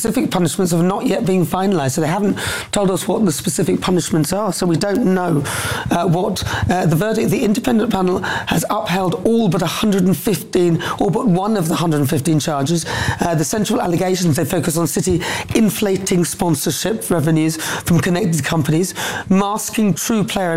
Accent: Newcastle upon Tyne, North East England, United Kingdom; I'm from Newcastle, actually.

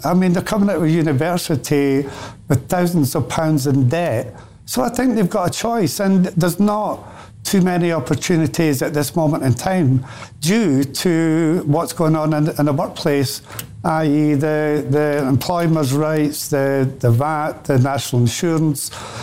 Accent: Scotland, United Kingdom; growing up in Scotland, nearly everybody in Scotland had Saturday jobs.

